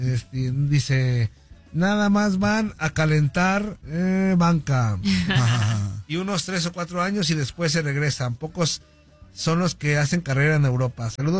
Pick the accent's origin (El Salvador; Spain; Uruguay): El Salvador; Y yo que soy salvadoreño, sentí que México jugó como nunca.